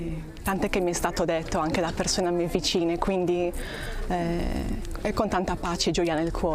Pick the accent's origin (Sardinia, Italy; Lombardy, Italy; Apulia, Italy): Sardinia, Italy; Sennori; Io vengo dalla Sardegna, più precisamente Sennori, un paesino vicino Sassari. Dal nord Sardegna.